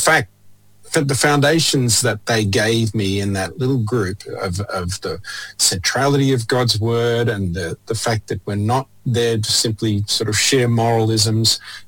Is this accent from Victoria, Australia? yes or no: no; Sydney, New South Wales, Australia; also born or lived in Bourke; the system that we grew up in Sydney